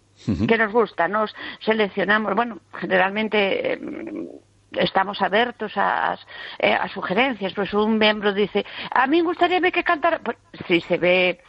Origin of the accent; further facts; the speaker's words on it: Madrid, Community of Madrid, Spain; Galician is a second language; porque, claro, eu son madrileña, ya ves que meu castrapo é sensacional.